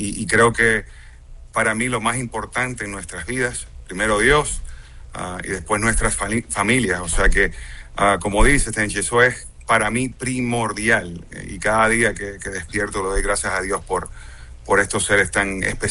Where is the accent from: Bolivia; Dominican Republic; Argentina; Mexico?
Dominican Republic; moved away; also born or lived in United States; donde crecimos aquí en República Dominicana, y después sacrificaron para nosotros llegar a Estados Unidos